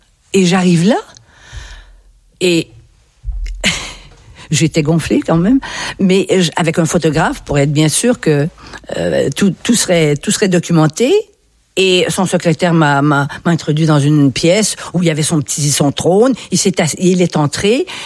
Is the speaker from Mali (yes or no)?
no; Quebec, Canada; now in France; Oui, nous sommes des Nord-Américains. Ça, je m'en suis rendu compte en arrivant ici.